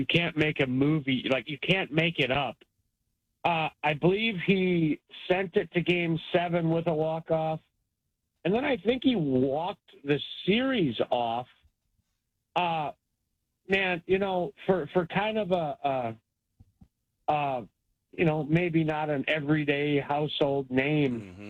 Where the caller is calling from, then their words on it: Wisconsin, United States; and I'm from Wisconsin, man.